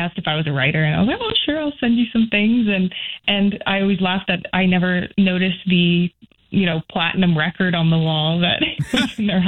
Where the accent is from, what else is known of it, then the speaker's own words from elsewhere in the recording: British Columbia, Canada; moved away; I think, you know, just being in the amount of immense nature and everything in Vancouver Island has been so special to me and such a huge part of my childhood.